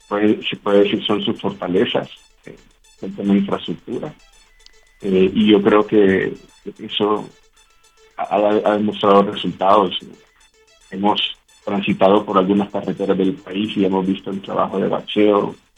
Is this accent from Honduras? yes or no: yes; Honduras; como hondureño debemos también entender